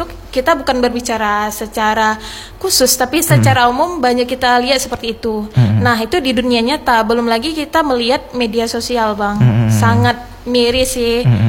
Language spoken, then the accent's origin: Indonesian; Aceh, Indonesia; karena kita nih dicap sebagai Aceh, bumi Serambi Mekah.